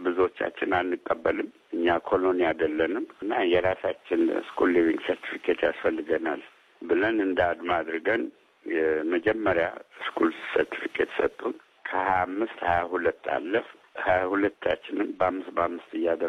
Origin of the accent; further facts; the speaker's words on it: Dessie, Amhara, Ethiopia; ላይ ተወለድኩት ደሴ ከተማ ውስጥ ነው። በዛን ጊዜ ኢትዮጵያ ገና ሙሶሊኒ በአንድ በኩል ይፎክራል፣ ጦርነቱ ሊጀመር ሲል እንግዲህ በ1929 በፈረንጅ አቆጣጠር ነው የተወለድኩት።